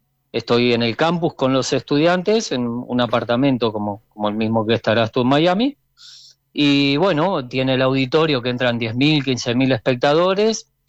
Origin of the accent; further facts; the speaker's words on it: Buenos Aires, Argentina; moved away as an adult; also born or lived in Italy; Tengo 50 años, no jugué en la Madrid, soy hincha de la Madrid porque soy del barrio de Devoto.